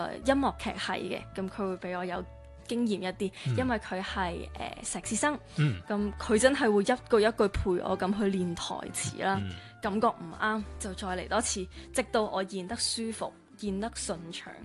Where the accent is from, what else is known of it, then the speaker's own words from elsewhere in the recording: Macau; moved away; 我同麥思玉一樣都是土生土長的澳門人，跟住出去打拼搏，